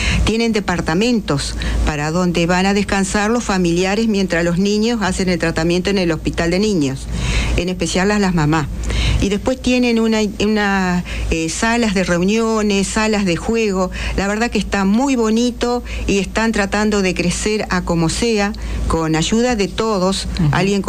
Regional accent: Hernandarias, Entre Ríos, Argentina; moved away

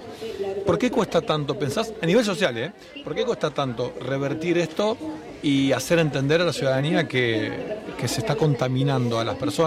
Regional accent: Bolivia; now in Argentina; yo soy oriundo de Bolivia y vivo acá

